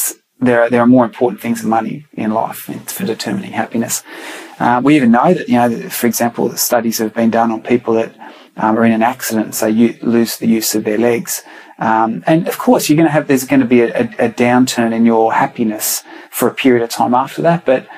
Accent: Australia; I'm an Aussie

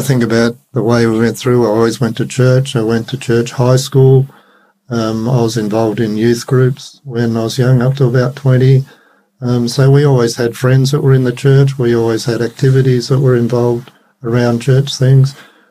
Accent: Hobart, Tasmania, Australia; I come from Tasmania, Hobart, and … They were among a whole group of people that came out and settled in a place called Collinsvale now, but it was called Bismarck.

